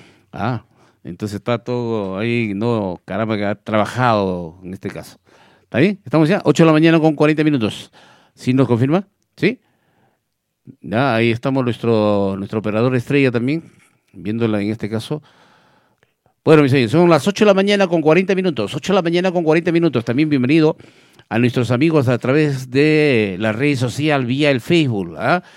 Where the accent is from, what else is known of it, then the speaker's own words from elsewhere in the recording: Peru; nos reímos de nosotros mismos como peruanos